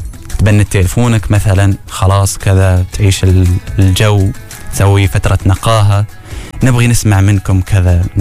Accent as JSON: {"language": "Arabic", "country": "Oman", "said": "عندنا في عمان"}